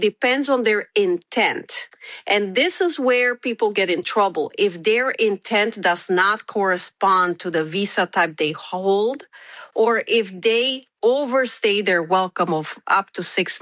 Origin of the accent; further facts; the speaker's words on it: Romania; first language Romanian; English is a second language; now in Connecticut, United States; English and Romanian, my native language. I am originally from Romania, and I currently serve as an honorary consul of Romania to Connecticut.